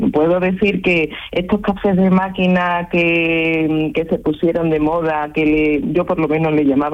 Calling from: Seville, Andalusia, Spain; hoy sí me pillas en Sevilla. Hoy estoy en casa y trabajando ya

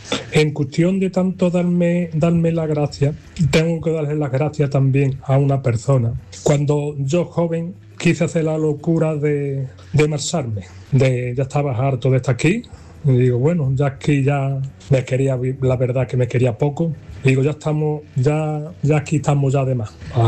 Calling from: Brenes, Andalusia, Spain; Muy buenas madrugadas … de Brenes.

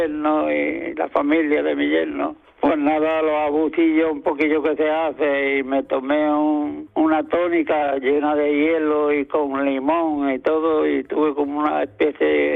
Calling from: Almuñécar, Andalusia, Spain; de Almuñécar.

